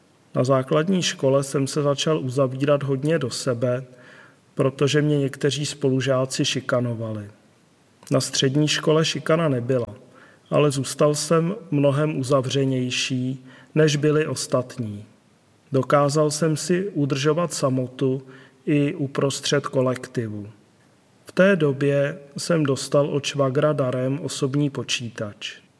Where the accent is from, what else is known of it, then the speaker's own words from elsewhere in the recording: Prague, Czechia; Je mi 49 let a celý život bydlím v Praze.